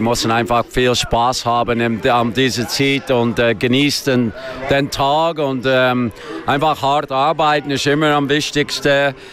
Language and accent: German; Steinhausen, Zug, Switzerland; Ich bin ein alter Steinhauser. Komme immer wieder gerne zurück zu meiner Heimat.